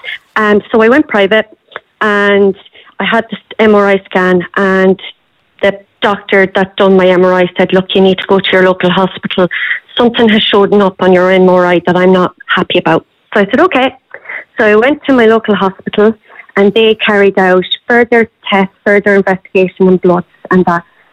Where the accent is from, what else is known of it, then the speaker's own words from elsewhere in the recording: Crossmolina, Connacht, Ireland; I'm 29 years old and I'm from Crossmarnock, County Mayo.